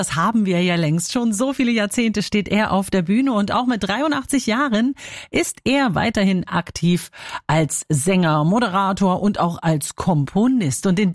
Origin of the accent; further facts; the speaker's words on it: Ilmenau, Thuringia, Germany; So kommt er zum Beispiel am 4. Oktober in meine Heimatstadt nach Ilmenau in die Festhalle.